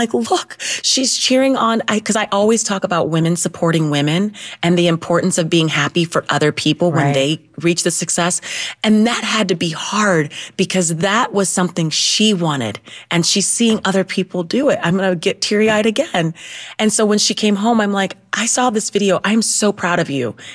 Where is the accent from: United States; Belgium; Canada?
United States; Ohio; accent: Midwestern; I'm from Ohio, Midwestern, like newscasters study our voices.